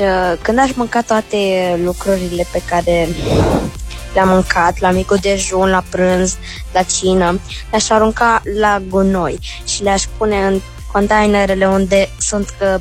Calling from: Arad, Arad County, Romania; din Arad, am 10 ani

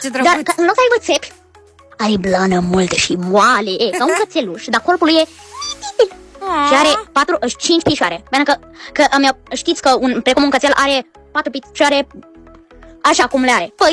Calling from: Bacău, Bacău County, Romania; din Bacău. Am 8 ani

